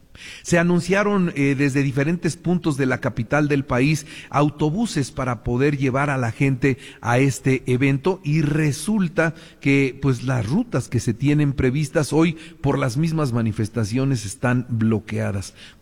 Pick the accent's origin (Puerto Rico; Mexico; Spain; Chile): Mexico; nosotros como mexicanos